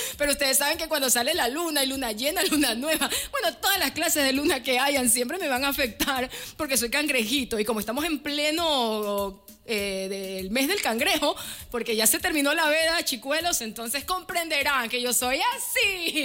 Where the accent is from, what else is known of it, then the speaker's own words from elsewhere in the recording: Ecuador; Como ecuatoriano que somos.